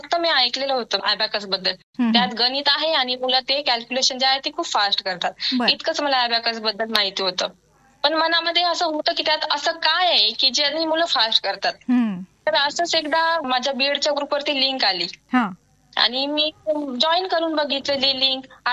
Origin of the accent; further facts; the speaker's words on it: Maharashtra, India; moved away as an adult; now in Mumbai, India; माझं माहेर आणि सासर दोन्ही ब्राह्मण गाव कोपरगाव तालुक्यामध्ये, जे शिर्डी जवळ आहे.